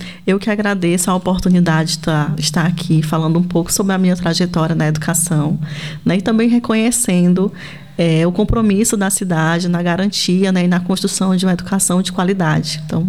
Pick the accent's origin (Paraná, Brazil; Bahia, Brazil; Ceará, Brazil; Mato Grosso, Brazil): Ceará, Brazil; Sobral; diferente de Pinhal, a cidade de onde eu vim, que é Sobral, o município ele contempla desde a educação infantil até o Fundamental 2.